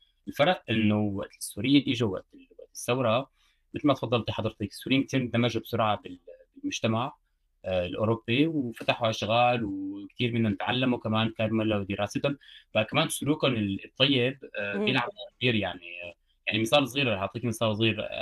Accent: France; يعني مثلا انا خلقت بفرنسا والبابا اجى على سوريا، على فرنسا من 80 وما عاد رجع على سوريا، بقى نحن اللي خلقانين بفرنسا واللي كبرنا هون ما كنا كثار

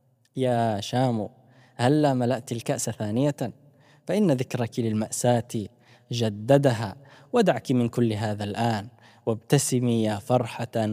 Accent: Ibb, Yemen; born there; moved away as an adult; also born or lived in Sanaa; أنا لست من صنعاء، أنا من إب، ولكن بعد أن أكملت الثانوية انتقلت إلى صنعاء، وكان انتقال من ريف إلى مدينة، ولم أجلس فيها إلا شهر تقريبا أو شهرين، وبعدها سقطت العاصمة فعدت إلى الريف

